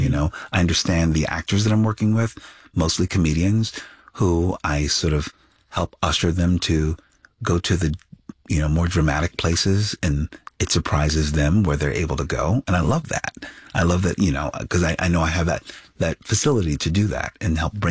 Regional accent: Philadelphia, Pennsylvania, United States

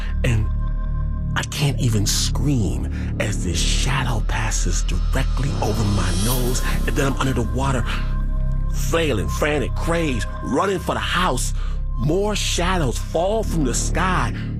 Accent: Michigan, United States; I'm from Michigan.

